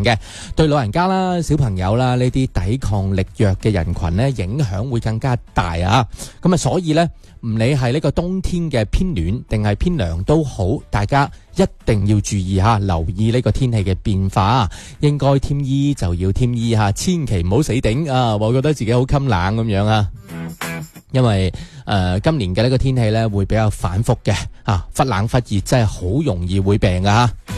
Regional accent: Guangdong, China; 咁我哋广东人咧即系对雪咧总系有一个执念喺度嘅，

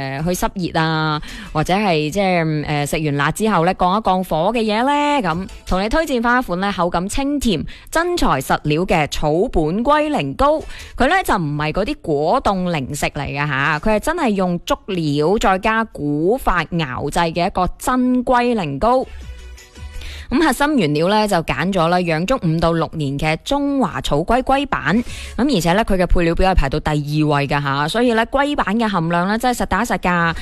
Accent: Guangdong, China; 我哋广东人咧都好识得养生嘅

